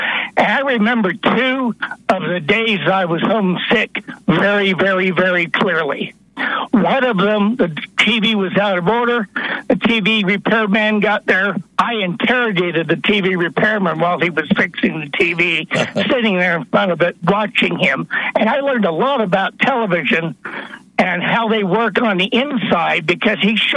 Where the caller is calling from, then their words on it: Wyoming, United States; in Wyoming.